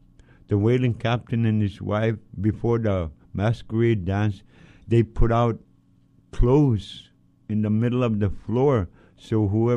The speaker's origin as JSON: {"language": "English", "town": "Point Hope", "region": "Alaska", "country": "United States", "tie": "born or raised there", "said": "I'm an Inupiaq from Tikiaq, Point Hope, Alaska. Point Hope is a very old village, one of the oldest communities."}